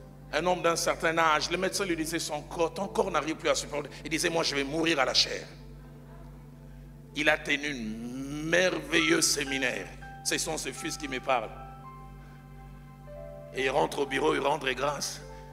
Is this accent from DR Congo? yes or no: yes; Kinshasa, DR Congo; Chez moi à Kinshasa